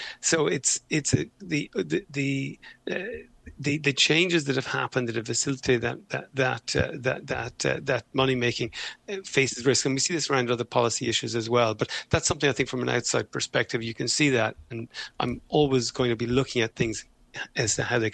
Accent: Ireland; now in United Kingdom; I mean, I live in the UK, I'm Irish

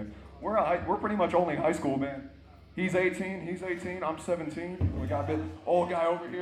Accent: Casper, Wyoming, United States; born there; we are from Casper, Wyoming. Tiny little ass town.

